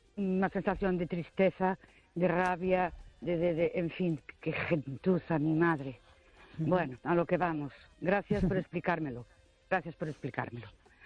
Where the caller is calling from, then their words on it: Ourense, Galicia, Spain; Buenas noches … de Ourense.